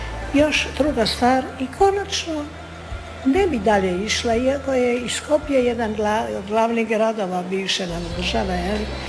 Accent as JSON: {"language": "Croatian", "town": "Dubrovnik", "region": "Dubrovnik-Neretva County", "country": "Croatia", "tie": "born or raised there"}